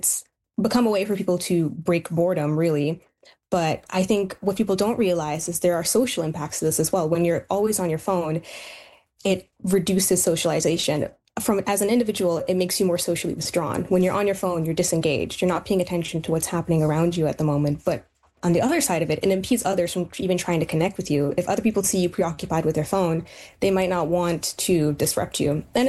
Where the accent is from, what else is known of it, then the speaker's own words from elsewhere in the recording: Richmond, British Columbia, Canada; But growing up in Richmond City Centre, Richmond is an immigrant city. Richmond City Centre is an immigrant neighborhood.